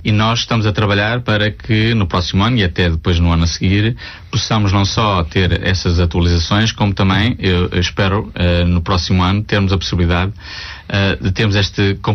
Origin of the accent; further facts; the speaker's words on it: Portugal; Eu, como português, orgulho-me do trabalho que foi feito pelo Banco de Portugal.